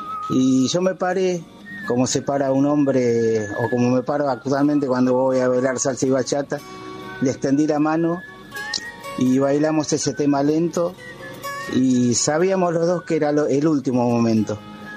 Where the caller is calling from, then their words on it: San Justo, Buenos Aires Province, Argentina; de San Justo.